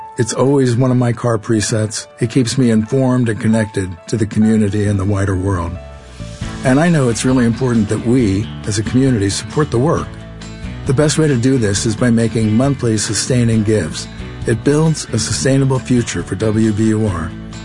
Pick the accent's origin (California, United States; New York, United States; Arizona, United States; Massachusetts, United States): Massachusetts, United States; Newton; from Newton.